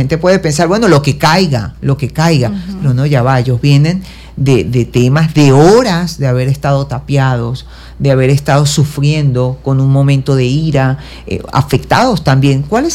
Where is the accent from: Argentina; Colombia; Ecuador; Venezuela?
Venezuela